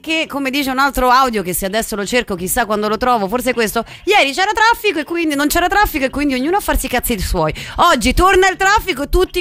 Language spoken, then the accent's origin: Italian; Turin, Piedmont, Italy; born there; Ma io ci sono nata.